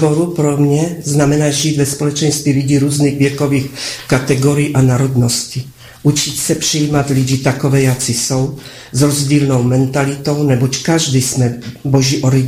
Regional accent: Poland; Pocházím z Polska, z katolicismu. Já, jako všichni ostatní, jsem musela chodit do kostela.

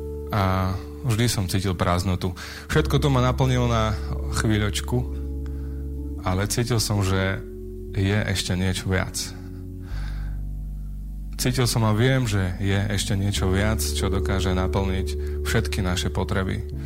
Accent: Košice, Košice Region, Slovakia; Narodil som sa v Košiciach. Bývam v okolí Košic, v Bidovciach.

